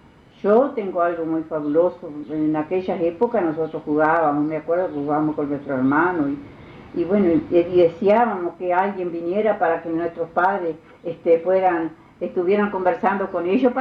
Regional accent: Vergara, Treinta y Tres, Uruguay; Nací acá en Vergara.

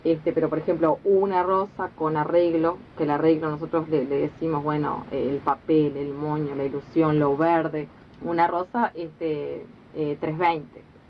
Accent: Vergara, Treinta y Tres, Uruguay; yo crecí en Vergara, ¿no? Pero a veces parece que una es de afuera. Yo digo, vos parecés el del pueblo, le digo a mi esposo, y yo la de afuera, porque yo crecí acá y parece que no conozco a nadie.

